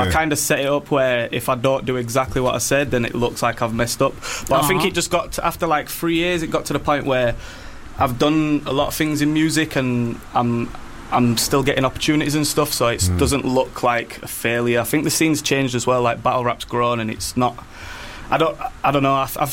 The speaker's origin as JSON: {"language": "English", "town": "Bradford", "region": "Yorkshire and the Humber", "country": "United Kingdom", "tie": "born or raised there", "said": "Yeah. Still live there. Lived there all my life, yeah."}